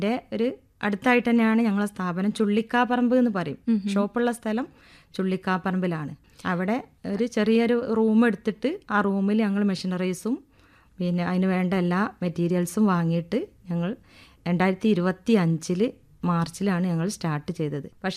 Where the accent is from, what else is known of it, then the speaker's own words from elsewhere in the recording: Cheruvadi, Kerala, India; ഞാൻ ചെറുവാടിയിൽ നിന്ന് വരുന്നു.